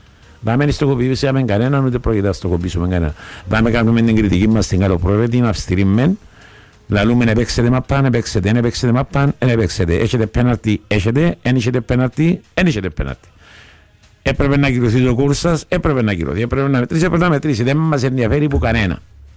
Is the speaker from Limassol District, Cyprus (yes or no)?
no; Astromeritis, Nicosia District, Cyprus; Γεννήθηκα στον Αστρομερίτη, είμαι Αστρομεθιανός, είμαι ένας χορκάτης, μια χαρά είμαι περήφανος.